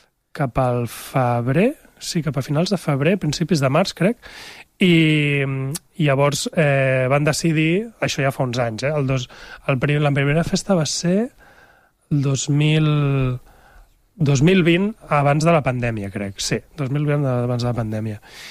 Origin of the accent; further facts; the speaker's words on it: Barcelona, Catalonia, Spain; moved away as an adult; now in L'Ametlla del Vallès, Spain; sóc de Barcelona, del barri d'Horta, estic empadronat a la Garriga, però visc a l'Ametlla.